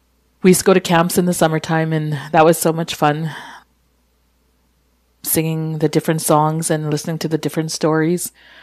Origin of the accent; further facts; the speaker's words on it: Kikino, Alberta, Canada; I grew up here in Kikino with my parents and two brothers and three sisters.